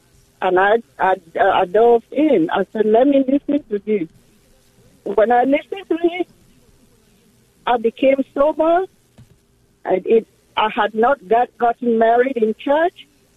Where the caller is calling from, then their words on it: Houston, Texas, United States; I'm calling from Houston, Texas on 1430 AM.